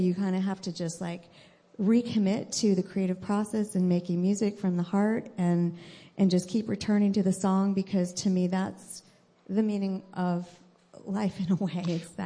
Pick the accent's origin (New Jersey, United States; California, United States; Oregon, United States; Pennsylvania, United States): California, United States; San Francisco; I'm a sixth-generation native San Franciscan.